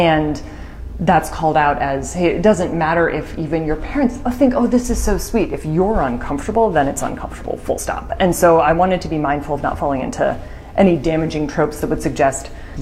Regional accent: Hudson, Ohio, United States; I had a really wonderful, lovely experience growing up in Hudson

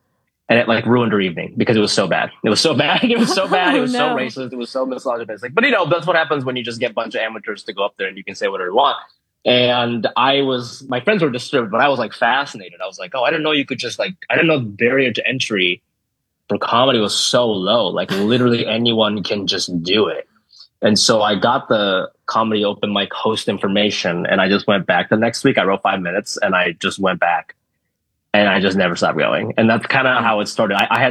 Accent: Hilliard, Ohio, United States; moved away as an adult; growing up in Hilliard

